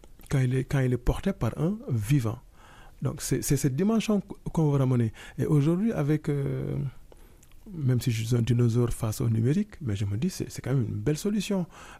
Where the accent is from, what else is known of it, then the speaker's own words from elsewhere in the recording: Senegal; Et puis, moi, en tant que Sénégalais, j'ai eu la chance de voir quelques masques.